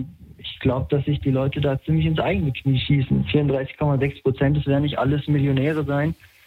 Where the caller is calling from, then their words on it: Stuttgart, Baden-Württemberg, Germany; ich komme aus Stuttgart.